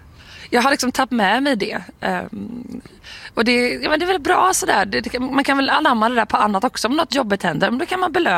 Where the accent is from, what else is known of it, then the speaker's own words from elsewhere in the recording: Blekinge, Sweden; Det fanns också inte så många där jag växte upp i Blekinge.